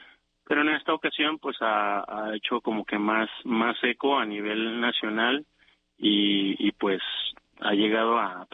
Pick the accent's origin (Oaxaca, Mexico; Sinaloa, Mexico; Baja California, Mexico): Sinaloa, Mexico; Mazatlán; yo que vengo de Mazatlán